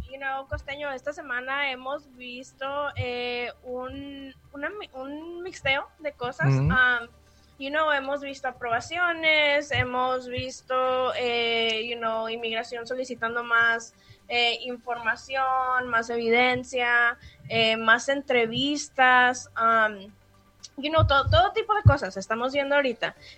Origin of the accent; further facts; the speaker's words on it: Mexico; now in Dallas, United States; pues obviamente como buena mexicana